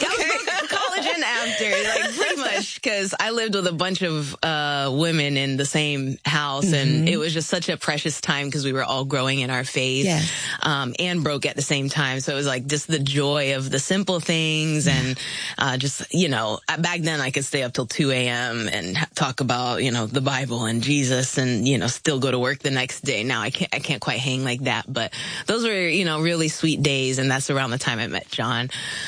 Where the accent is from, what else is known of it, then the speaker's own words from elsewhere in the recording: Philippines; also born or lived in Puerto Rico / Jamaica; I'm from the Philippines. I was born there, Puerto Rico and Jamaica.